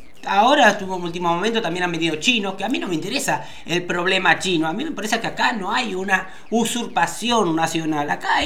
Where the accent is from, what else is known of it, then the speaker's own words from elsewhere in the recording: Argentina; Lo digo como argentino